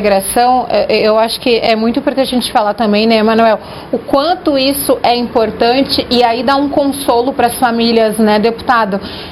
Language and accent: Portuguese; Rio Grande do Sul, Brazil; moved away as an adult; now in São Paulo, Brazil; Eu sou do Rio Grande do Sul, mas já moro aqui em São Paulo há mais de 20 anos.